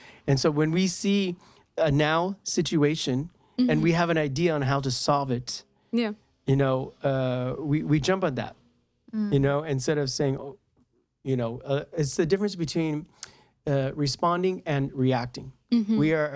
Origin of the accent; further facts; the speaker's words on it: United States; Sorry, well, I'm American